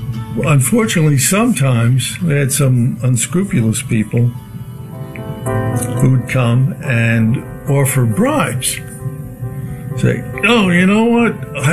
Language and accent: English; Long Island, New York, United States; I was born and raised in Long Island. We lived in a small house with my mother's parents, and there was my sister and my parents.